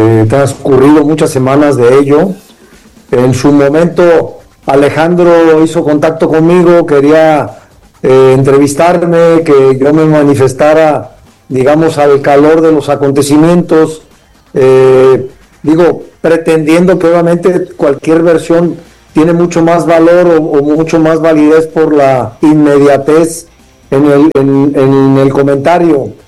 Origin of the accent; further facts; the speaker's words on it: Colima, Mexico; Así es, ando acá en mi tierra natal, Colima.